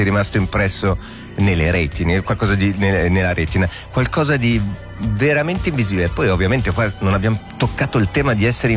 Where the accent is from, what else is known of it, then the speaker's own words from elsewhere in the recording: Lugano, Ticino, Switzerland; sono nato a Lugano, sono cresciuto a Lugano